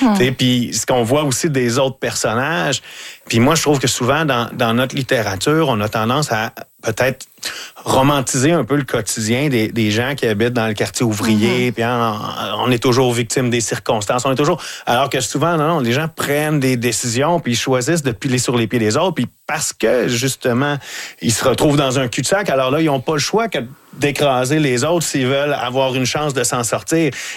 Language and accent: French; Lavaltrie, Quebec, Canada; now in Montreal, Canada; moi, je viens de la Valtrie, dans la région de la Naudière, puis quand je suis arrivé à Montréal, c'était ma porte d'entrée vers Montréal, et j'ai pas mal toujours habité là depuis 25 ans.